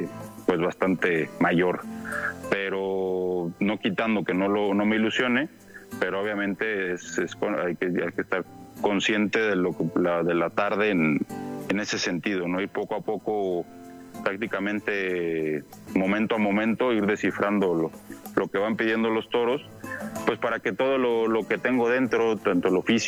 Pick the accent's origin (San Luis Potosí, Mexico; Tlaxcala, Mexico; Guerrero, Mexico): San Luis Potosí, Mexico